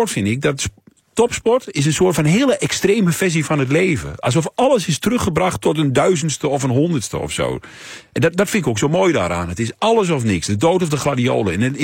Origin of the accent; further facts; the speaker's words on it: Glanerbrug, Overijssel, Netherlands; Omdat ik kom uit Glanenbrug, klein dorpje. Dorpje van niks eigenlijk, tussen Enschede en Duitsland.